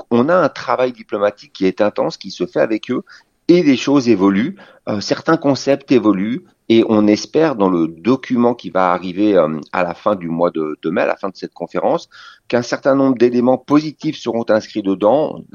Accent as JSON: {"language": "French", "country": "France", "said": "chez nous en France"}